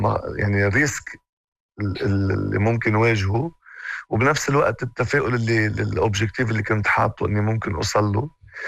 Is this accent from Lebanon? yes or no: yes; Lebanon; moved away as an adult; now in Morocco; يعني انا ظهرت من لبنان مش عارف اي اتجاه رايح فيه، يعني وصلت سوريا، الاردن، دبي. من دبي كان قراري اني انا لازم اجي على المغرب